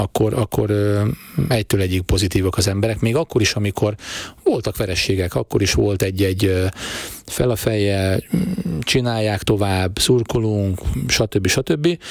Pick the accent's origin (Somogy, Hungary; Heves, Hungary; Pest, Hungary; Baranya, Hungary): Baranya, Hungary; Pécs; pécsi vagyok